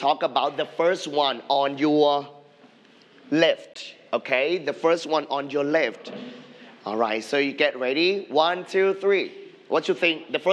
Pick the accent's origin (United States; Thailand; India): Thailand; I'm from Thailand, right? So I'm Thai.